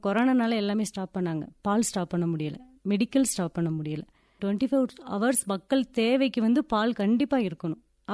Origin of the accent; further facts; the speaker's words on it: Uthamapalayam, Tamil Nadu, India; now in Ooty, India; என்னோட சொந்த ஊர் வந்து உத்தமபாளையம் தேனி மாவட்டம். அப்பா அம்மாவங்கெல்லாம் விவசாயம் தான்.